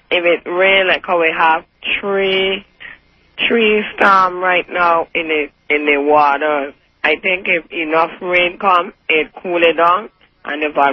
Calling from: St. Thomas, U.S. Virgin Islands; I'm calling from St. Thomas.

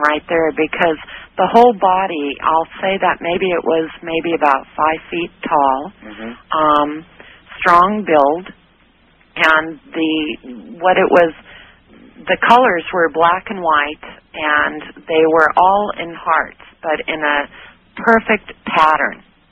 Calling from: San Marcos, California, United States; I'm in San Marcos.

